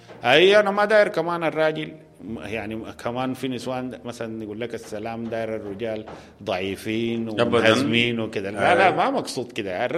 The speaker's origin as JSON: {"language": "Arabic", "country": "Sudan", "said": "لنساء بلادي السودان"}